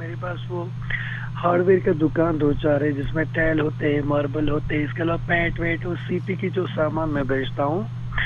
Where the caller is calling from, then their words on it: Jammu and Kashmir, India; मैं कश्मीर से बात कर रहा हूँ जी। … सेंट्रल कश्मीर से मैं बात कर रहा हूँ, जिला पड़का में हमारा गांव पड़ता है